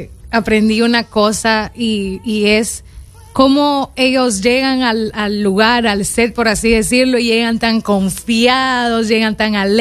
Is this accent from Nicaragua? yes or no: yes; Nicaragua; mi mamá y mi papá, obviamente, somos nicaragüenses